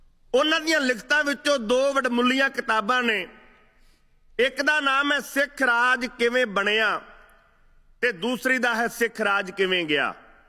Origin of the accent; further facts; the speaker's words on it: Punjab, India; now in Canada; ਇਹ ਧਰਤੀ ਕੈਨੇਡਾ ਦੀ, ਜਿੱਥੇ ਆਪਣੀ ਉਪਜੀਵਿਕਾ ਆਪਣੇ ਪਰਿਵਾਰ ਦੀ ਪਾਲਣਾ ਪੋਸ਼ਣਾ ਕਰਨ ਵਾਸਤੇ ਅਸੀਂ ਪੰਜਾਬ ਤੋਂ ਚੱਲ ਕੇ ਆਏ ਹਾਂ, ਇਸ ਧਰਤੀ ਦੀ ਸੁੱਖ ਵੀ ਮੰਗਣੀ ਹੈ।